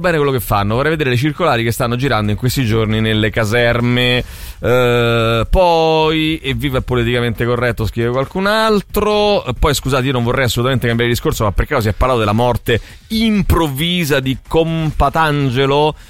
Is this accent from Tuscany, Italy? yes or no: no; Latina, Lazio, Italy; born there; io so fascio perché sono nato a Latina.